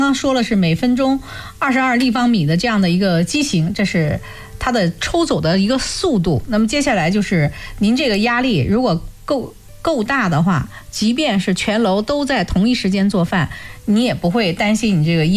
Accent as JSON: {"language": "Chinese", "town": "Chengdu", "region": "Sichuan", "country": "China", "said": "我是成都人，我先生是重庆人。"}